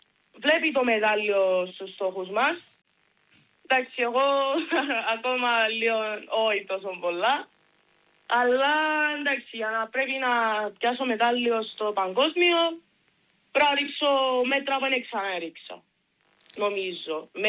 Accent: Cyprus

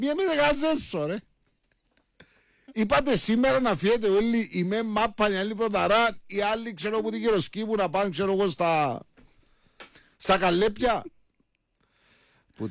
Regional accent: Lania, Limassol District, Cyprus; Είμαι από Λανή, σας πάω που πάω.

